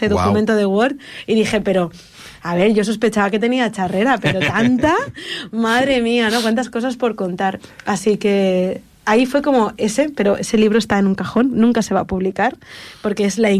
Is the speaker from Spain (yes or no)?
yes; Sant Cugat del Vallès, Catalonia, Spain; yo lo que quería era poder favorecer a las librerías de mi pueblo, de San Cugat.